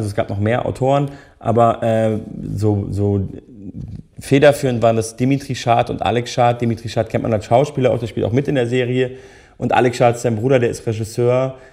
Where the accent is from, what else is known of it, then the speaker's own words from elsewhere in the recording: Munich, Bavaria, Germany; in München, ich komme ja auch aus München, in meiner Heimatstadt